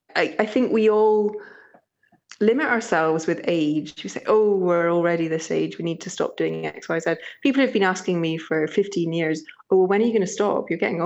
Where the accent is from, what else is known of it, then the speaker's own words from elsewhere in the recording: Scotland, United Kingdom; being Scottish